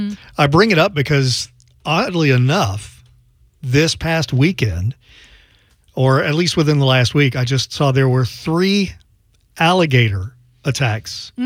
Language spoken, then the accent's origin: English; Louisiana, United States; moved away; These are things that I grew up with in Louisiana